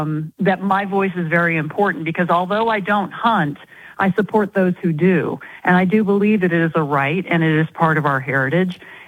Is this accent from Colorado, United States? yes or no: yes; Gunnison County, Colorado, United States; I'm from Gunnison County